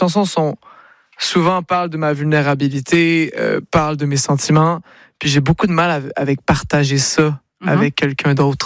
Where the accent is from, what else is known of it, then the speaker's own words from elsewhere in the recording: Quebec, Canada; Je suis un vrai Québécois. Moi, j'aime les gens du Québec et j'adore l'Europe.